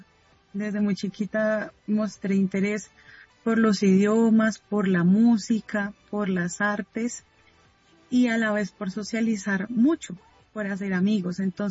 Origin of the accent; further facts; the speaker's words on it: Colombia; hay dichos que nosotros tenemos como colombianos